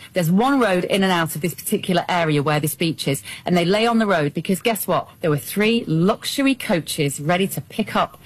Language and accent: English; United Kingdom; honestly, as a Brit, it was remarkable to see